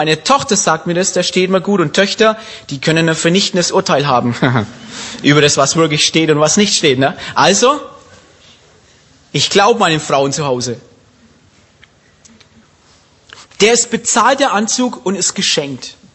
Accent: Bavaria, Germany; moved away; als Franke essen wir gern Klöße

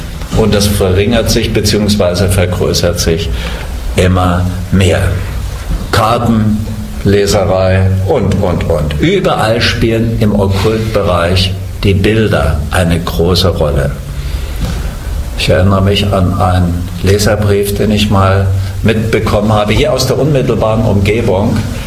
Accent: East Germany, Germany; Ich bin ja nun in der Ex-DDR aufgewachsen und ich habe noch die ganzen Bilder vor mir von Stalin, von Lenin, von Marx und Engels, diese Köpfe, ja, die hat man ja an jeder Ecke gesehen.

